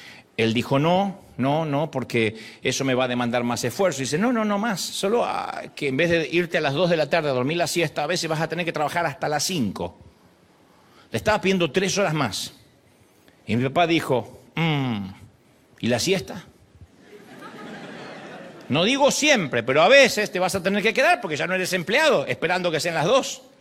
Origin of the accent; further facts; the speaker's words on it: Argentina; now in United States; 3 colectivos, le decimos en mi país